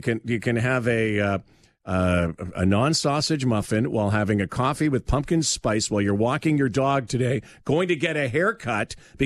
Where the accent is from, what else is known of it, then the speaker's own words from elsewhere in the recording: Canada; I'm Canadian, and especially Canadian now.